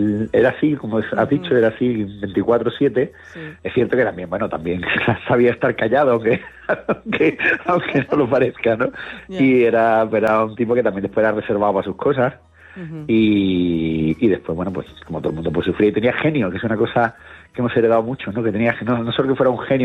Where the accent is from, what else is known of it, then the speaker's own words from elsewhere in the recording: Cádiz, Andalusia, Spain; No, claro, no, y yo además me crié en Cádiz, con lo cual